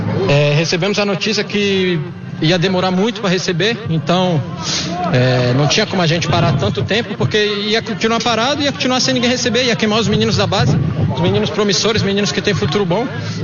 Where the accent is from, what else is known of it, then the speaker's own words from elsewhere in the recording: São Paulo, Brazil; Eu sou daqui de São Paulo, eu vi a ponte desde a minha adolescência